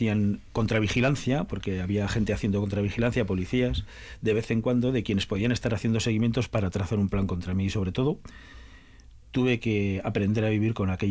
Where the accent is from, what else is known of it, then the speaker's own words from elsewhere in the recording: Alsasua, Navarre, Spain; yo soy navarro, soy de Alsasua. Pero cuantitativamente gran parte de mi familia es de Agurain, aunque ahora estén ya casi todos en Vitoria, ¿no?